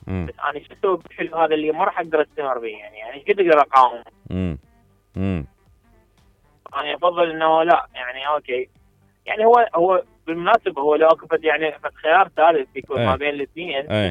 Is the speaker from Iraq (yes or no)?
yes; Baghdad, Baghdad Governorate, Iraq; بخصوص السؤال الحلقه